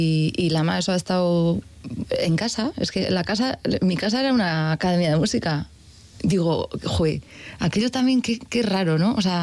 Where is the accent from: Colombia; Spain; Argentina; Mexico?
Spain; Oyalume, Basque Country; Y sí, yo he nacido en el entorno de la charanga. Soy de Oyalume, que es un barrio entre Astigarraga y Hernani, donde se ha hecho danza lecua.